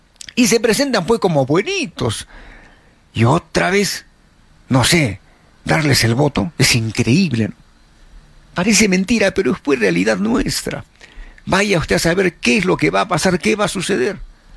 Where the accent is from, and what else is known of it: Arequipa, Peru